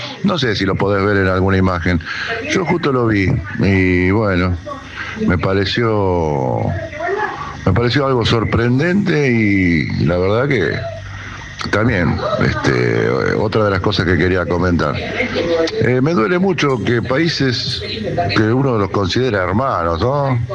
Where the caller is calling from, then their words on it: Quilmes, Buenos Aires Province, Argentina; de Quilmes.